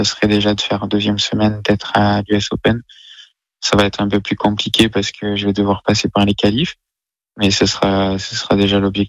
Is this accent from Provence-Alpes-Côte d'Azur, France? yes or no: yes; Velleron, Provence-Alpes-Côte d'Azur, France; Velleron, c'est une partie de moi aussi, et bien sûr que bah, je suis fier de pouvoir représenter un petit village comme ça au monde entier.